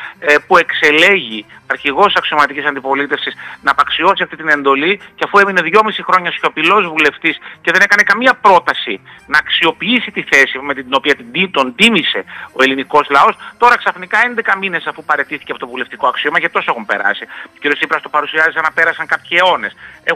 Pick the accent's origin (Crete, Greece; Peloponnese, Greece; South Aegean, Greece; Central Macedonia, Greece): Central Macedonia, Greece; Eleftherio-Kordelio; μεγαλώνοντας στο Ελευθέριο Κορδελιό.